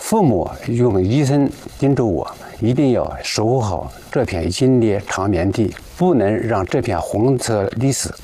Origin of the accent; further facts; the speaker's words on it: Shanyang, Shaanxi, China; 这场战斗呢，就发生在我的家乡。